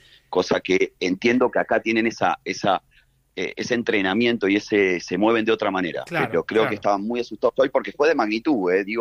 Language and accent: Spanish; Buenos Aires, Argentina; moved away as an adult; now in Palmira, Colombia; Yo soy grande, Facu, yo tengo 52. Yo me acuerdo, lo único parecido que vivimos en Buenos Aires, yo soy de Buenos Aires